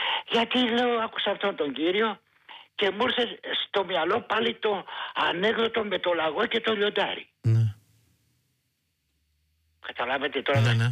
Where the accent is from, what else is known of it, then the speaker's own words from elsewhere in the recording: Greece; Εγώ είμαι Έλληνας φορολογουμένος και πληρώνω την ΕΡΤ.